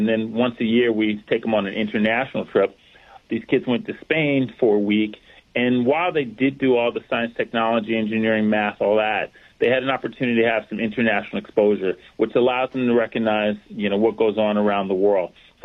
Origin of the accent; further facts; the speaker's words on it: New York City, New York, United States; being a New Yorker, having been here when 9/11 took place